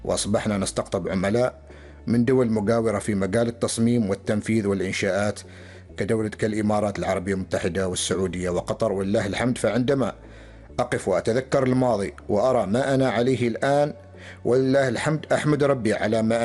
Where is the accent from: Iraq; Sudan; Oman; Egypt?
Oman; كذلك نحن كعمانيين شابين وشابات نستطيع فعلا إن شاء الله تعالى نوصل إلى مستويات عالية